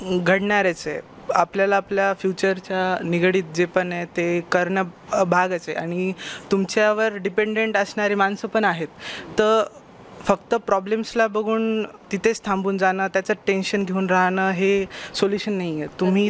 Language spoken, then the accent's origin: Marathi; Parbhani, Maharashtra, India; मी परभणीचाच आहे.